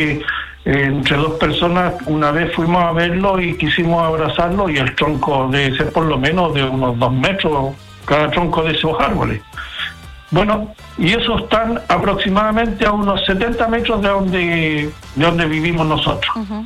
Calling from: Villa Alemana, Valparaíso, Chile

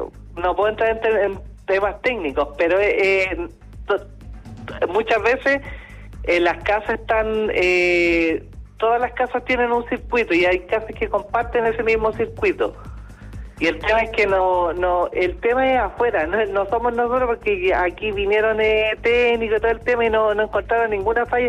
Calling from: Maipú, Santiago Metropolitan Region, Chile; Yo estoy llamando de acá, de la comuna de Maipú

